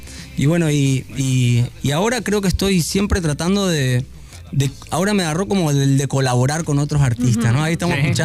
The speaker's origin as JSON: {"language": "Spanish", "region": "Formosa", "country": "Argentina", "tie": "born there", "said": "yo nací en Formosa"}